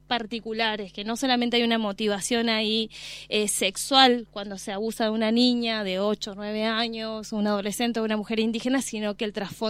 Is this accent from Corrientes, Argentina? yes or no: no; Salta, Argentina; Soy de Salta.